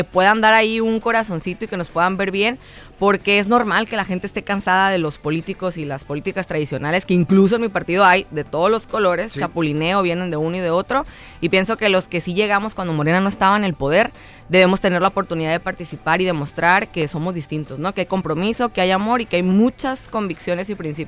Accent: Mexicali, Baja California, Mexico; Yo nací aquí en Mexicali, soy la primera generación de cachanillas, vengo de una familia migrante, mi mamá es de Oaxaca, mi papá es de Sinaloa

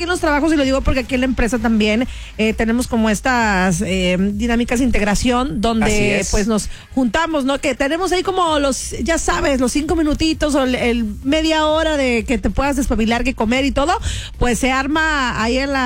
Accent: Mexico

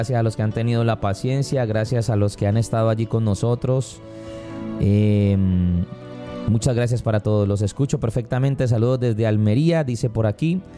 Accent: Colombia

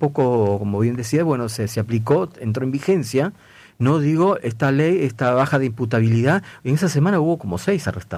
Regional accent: Peru; sabes que te comentaba fuera del aire que soy peruano

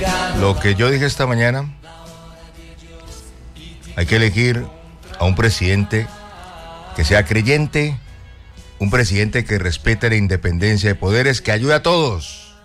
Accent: Colombia; los protagonistas somos nosotros, los colombianos

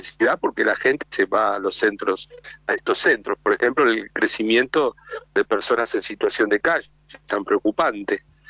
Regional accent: Buenos Aires, Argentina; now in Mendoza, Argentina; si soy originario del AMBA, estoy en Mendoza, ¿no?

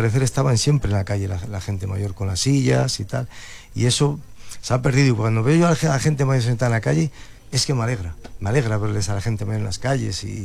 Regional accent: Peñafiel, Castile and León, Spain; yo es que soy nacido y criado de Peñafiel

